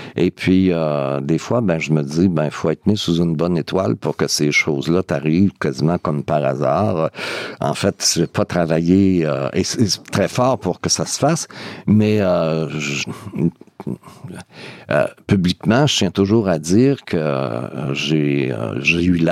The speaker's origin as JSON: {"language": "French", "region": "Quebec", "country": "Canada", "said": "on est français, tu sais, d'origine, mais c'est sûr que notre langue ici a pris une coloration, une teinte, un accent que tu retrouves nulle part ailleurs."}